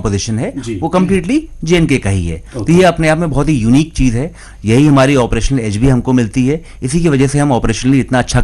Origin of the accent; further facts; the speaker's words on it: Lucknow, Uttar Pradesh, India; जी मैं मूलतः लखनऊ का रहने वाला हूं and I come from academically oriented family